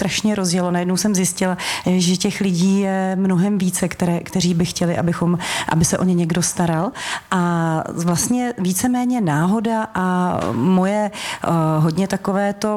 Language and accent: Czech; Karlovy Vary, Karlovy Vary Region, Czechia; moved away; jsem z Karlových Varů